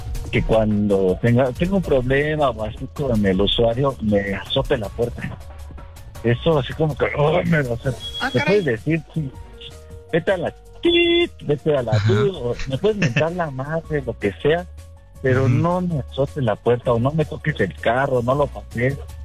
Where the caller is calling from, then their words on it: Mexico City, Mexico; de Coajimalpa.